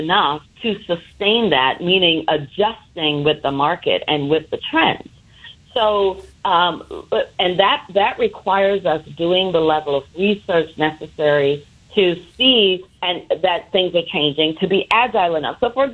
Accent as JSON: {"language": "English", "country": "Jamaica", "tie": "born or raised there", "moved": "yes", "said": "I remember growing up in Jamaica"}